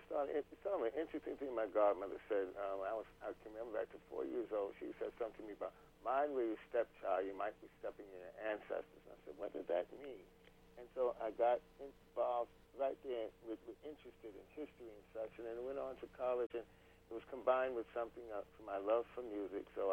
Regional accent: New York, United States; I've lived all my life in Harlem. I'm 72 years old. I was born in Bellevue Hospital, so you can't get more New York than that.

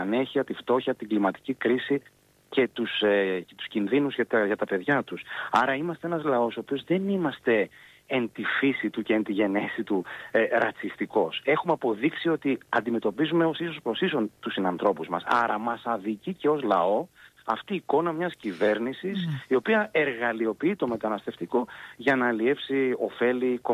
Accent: Greece; ως Έλληνες

